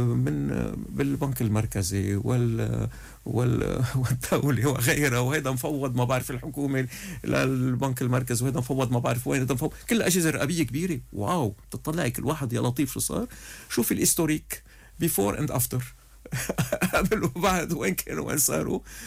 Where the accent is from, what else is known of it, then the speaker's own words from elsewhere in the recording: Lebanon; عم بحكي كلبنانيين